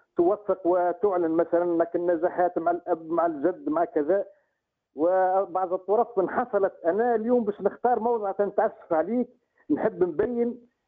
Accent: Tunisia; also born or lived in Kasserine; أنا راني ولدت في الريف وولد ريف

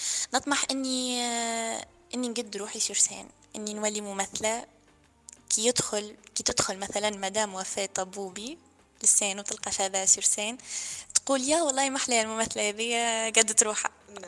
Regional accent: Tunisia; خاطرنا في تونس

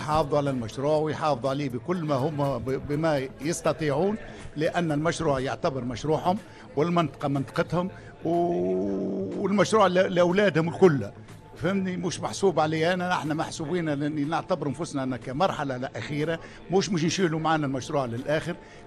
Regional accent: Tunisia; now in Saudi Arabia; أنا هجرت من تونس إلى المملكة العربية السعودية أكثر من 40 سنة، عملت في جميع المجالات والحمد لله توفقت.

